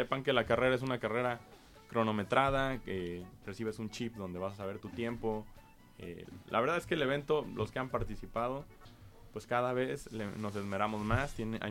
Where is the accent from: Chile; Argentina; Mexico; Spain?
Mexico